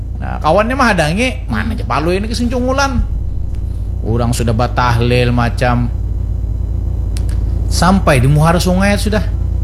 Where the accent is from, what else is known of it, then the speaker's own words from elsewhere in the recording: South Kalimantan, Indonesia; Artinya kita sebagai orang Banjar jangan Guang Gael.